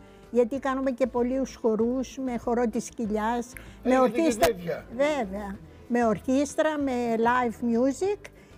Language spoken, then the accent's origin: Greek; Egypt; now in Greece; παρόλο ότι γεννηθήκαμε στην Αίγυπτο και ήταν φιλικές οι σχέσεις, ήμασταν πολύ περιορισμένοι.